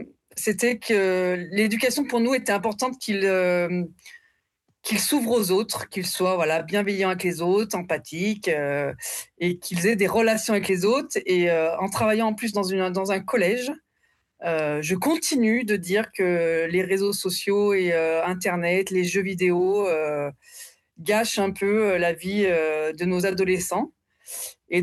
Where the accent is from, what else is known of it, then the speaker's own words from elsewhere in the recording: France; chez nous en France